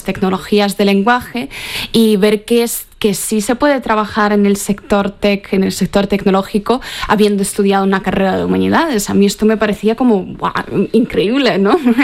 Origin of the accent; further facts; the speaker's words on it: Russia; Spanish is a second language; moved away; siendo una rusa